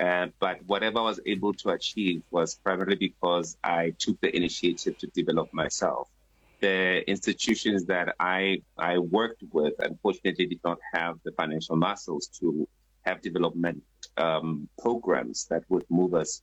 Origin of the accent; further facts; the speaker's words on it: Mokopane, Limpopo, South Africa; moved away; Limpopo, my hometown in Mokopane